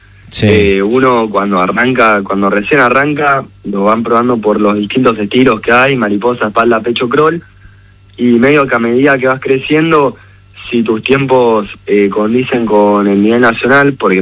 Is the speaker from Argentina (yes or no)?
yes; Argentina